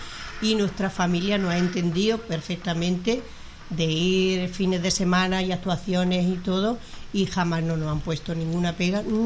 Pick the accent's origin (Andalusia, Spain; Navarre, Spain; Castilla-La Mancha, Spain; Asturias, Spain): Andalusia, Spain; Almería; now in Barcelona, Spain; Yo de Almería.